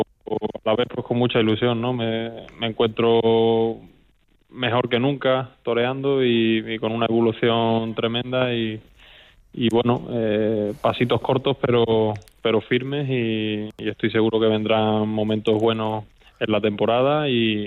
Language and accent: Spanish; Extremadura, Spain; pues es de su origen está aquí en mi tierra, en Extremadura